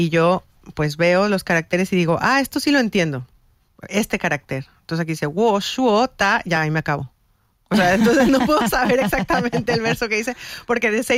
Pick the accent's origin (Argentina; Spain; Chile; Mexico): Mexico; Y os lo dice una mexicana.